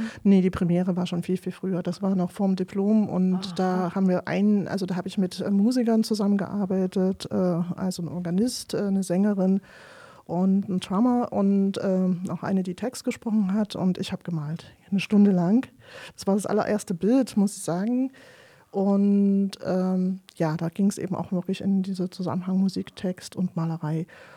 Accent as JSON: {"language": "German", "town": "Leipzig", "region": "Saxony", "country": "Germany", "tie": "born or raised there", "said": "Ich bin Leipzigerin. Ich bin hier in der Nähe aufgewachsen, wo Radio Blausche ist. Ich habe einen extremen Lokalpatriotismus, pipapo. Jedenfalls bin ich in Leipzig groß geworden."}